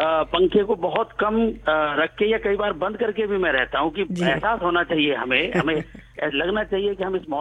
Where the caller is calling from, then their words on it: Dhar, Madhya Pradesh, India; बात कर रहा हूँ एमपी धार से।